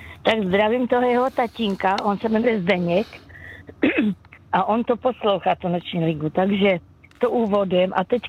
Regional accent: Olomouc, Olomouc Region, Czechia; now in Radíkov, Czech Republic; já jsem z Olomouce jako rodačka.

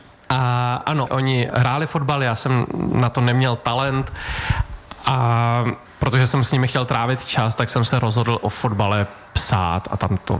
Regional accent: Bolehošť, Hradec Králové Region, Czechia; also born or lived in Rychnov nad Kněžnou / Týniště nad Orlicí; pak jsme bydleli půl roku v Týništi nad Orlicí, v takovém malém bytě, tak to si taky nepamatuju. A když mi bylo půl roku, tak jsme se přestěhovali do Bolehoště, do domu, ze kterého jsem před chvílí přijel

